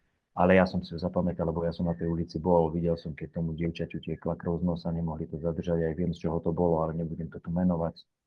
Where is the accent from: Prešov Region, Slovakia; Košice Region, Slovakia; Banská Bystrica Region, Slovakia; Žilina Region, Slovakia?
Žilina Region, Slovakia; Martin; moved away as an adult; also born or lived in Cyprus; no pochádzam z Martina, tam som sa narodil, tam som pôsobil, tancoval, až kým som išiel na vojnu, a po vojne som začal cestovať po rôznych krajinách a potom som začal tancovať v rôznych krajinách.